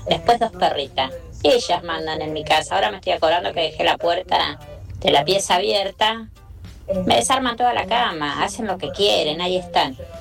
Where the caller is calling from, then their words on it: José C. Paz, Buenos Aires Province, Argentina; de José C. Paz.